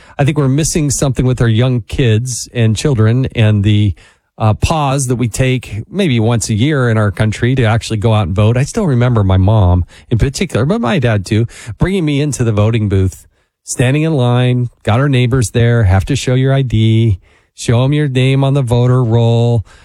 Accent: Utah, United States; They're on KNRS, kind of my hometown station there in Utah.

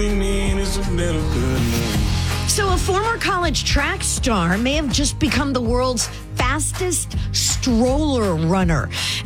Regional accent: Cleveland, Ohio, United States; Cleveland, my hometown.

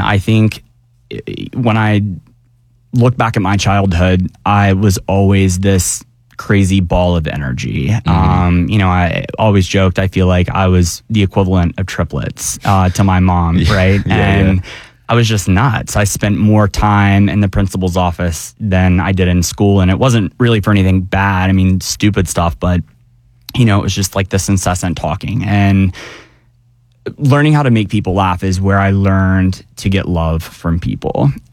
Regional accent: the South, United States; I grew up gay in the South in the late 90s and early 2000s.

